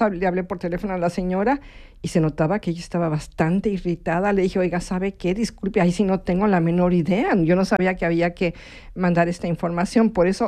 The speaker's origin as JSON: {"language": "Spanish", "country": "Mexico", "moved": "yes", "said": "Veo que en tantos años que llevo fuera del país, sí, he perdido. Sí, sí. O sea, sigo siendo súper mexicana, eso es obvio"}